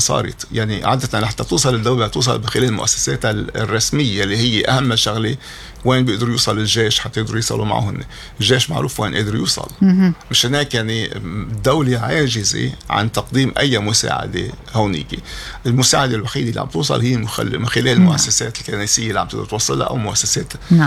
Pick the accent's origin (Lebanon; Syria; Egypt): Lebanon; كلبنانيين